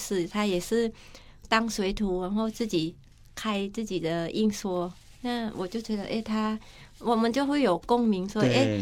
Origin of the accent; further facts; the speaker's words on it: Thailand; now in Taipei, Taiwan; 在泰国那时候也是因为我家没有那么多钱，所以我从小就比较辛苦